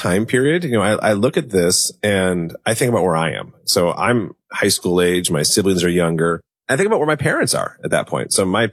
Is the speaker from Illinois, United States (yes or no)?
yes; Elmhurst, Illinois, United States; you know, I was born and raised in Elmhurst where I live today. And so were my parents.